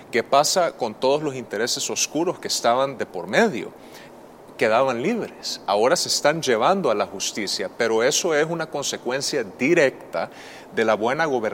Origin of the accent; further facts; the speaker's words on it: El Salvador; me atrevería a decir que vivíamos como salvadoreños, era un mandatario que tuviera la firmeza de enfrentar no solamente a un sistema que estaba diseñado en contra del bienestar de los salvadoreños.